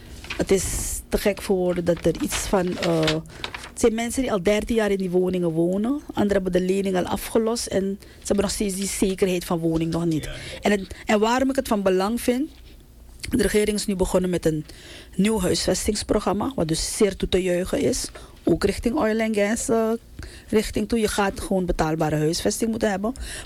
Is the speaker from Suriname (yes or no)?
yes; Suriname